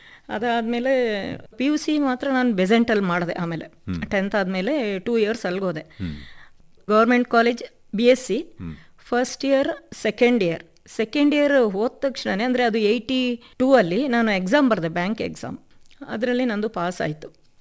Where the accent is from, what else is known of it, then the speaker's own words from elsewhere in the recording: Madikeri, Karnataka, India; born there; also born or lived in Udupi / Kokeri; now in Kushalnagar, India; ನಾನು 1963 April 23 ಮಡಿಕೇರಿಯಲ್ಲಿ ಜನನವಾದೆ. ನಮ್ಮ ಸ್ವಂತ ಊರು ಕೋಕೇರಿ ಗ್ರಾಮ. ಆದರೆ ನನ್ನ ತಂದೆ ಸಬ್ಇನ್ಸ್ಪೆಕ್ಟರ್ ಆಗಿ ಇಲ್ಲಿ ಕಾರ್ಯನಿರ್ವಹಿಸುತ್ತಿದ್ದ ಕಾರಣ ಮಡಿಕೇರಿಯಲ್ಲಿ ನನ್ನ ಜನನ ಮಡಿಕೇರಿಯಲ್ಲಿ ಆಯಿತು.